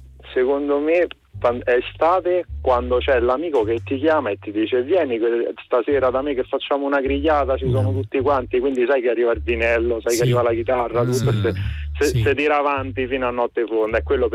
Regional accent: Rome, Lazio, Italy; now in Monfalcone, Italy; Allora, io come si sente non sono di Monfalcone, ma sono di Roma, cioè sono solo trasferito, quindi la nostalgia di casa si sente.

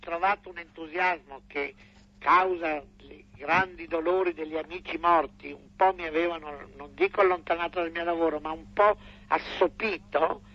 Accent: Gualtieri, Emilia-Romagna, Italy; born or raised there; also born or lived in Rome

